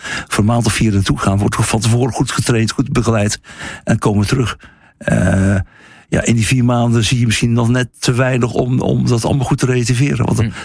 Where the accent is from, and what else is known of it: Netherlands